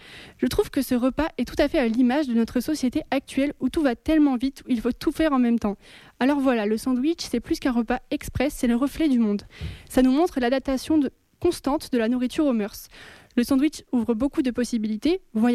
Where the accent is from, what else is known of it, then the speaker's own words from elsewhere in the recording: France; il arrive chez nous en France